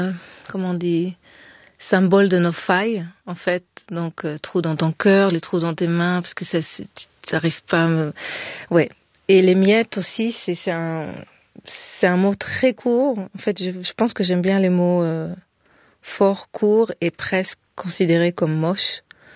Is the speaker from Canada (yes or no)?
no; Israel; Je sais pas si c'est lié à ma culture, donc du fait que j'ai été élevée en Israël et qu'il y a quelque chose de très direct dans cette langue-là aussi.